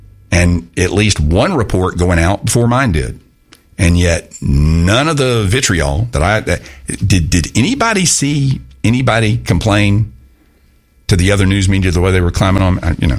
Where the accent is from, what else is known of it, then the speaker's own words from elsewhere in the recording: Augusta, United States; We're all from the Augusta metro area. And I'm very proud of that.